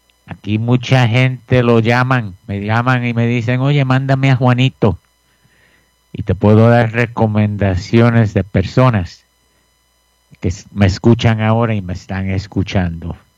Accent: Puerto Rico; somos nosotros, los boricuas.

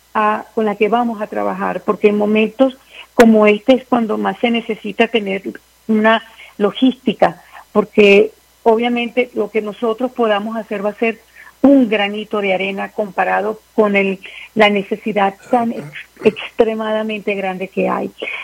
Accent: Venezuela; moved away

